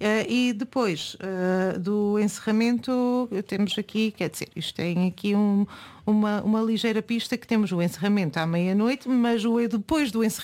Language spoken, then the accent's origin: Portuguese; Terceira, Azores, Portugal; eu como terceirense